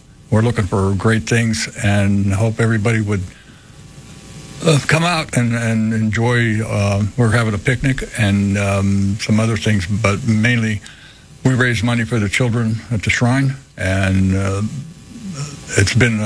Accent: Aliquippa, Pennsylvania, United States; I'm from Maliquippa.

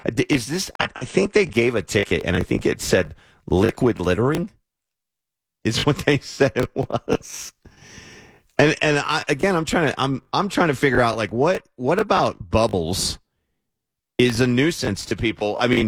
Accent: United States; I'm an American

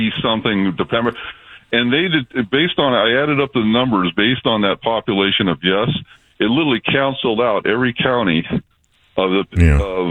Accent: Los Angeles, California, United States; moved away; No, I'm from Los Angeles originally.

